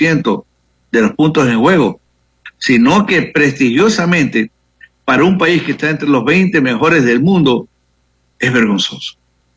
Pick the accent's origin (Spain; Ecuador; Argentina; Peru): Ecuador; así somos los ecuatorianos.